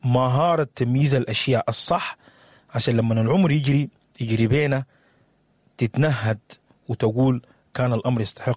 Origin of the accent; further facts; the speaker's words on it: Sudan; moved away; احنا عشنا معهم في السودان